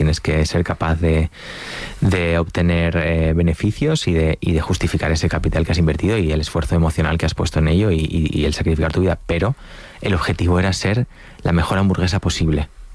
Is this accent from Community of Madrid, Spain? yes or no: no; Valencian Community, Spain; Los domingos hago paellas como buen valenciano en casa, pero me gusta desde el y adoro la gastronomía española y valenciana en concreto.